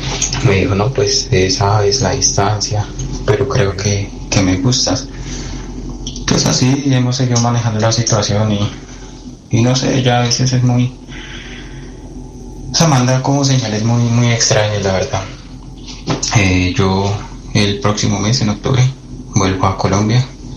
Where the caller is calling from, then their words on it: Poland; Los escucho desde Polonia.